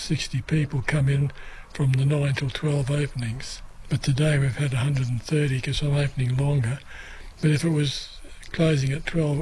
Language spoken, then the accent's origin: English; Brisbane, Queensland, Australia; now in Tenterfield, Australia; Yeah, we're from Brisbane. We moved here about 10 years ago.